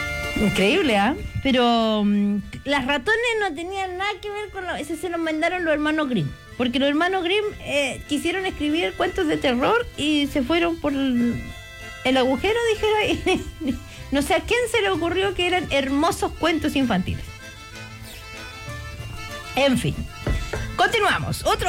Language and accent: Spanish; Chile; Claro, soy chileno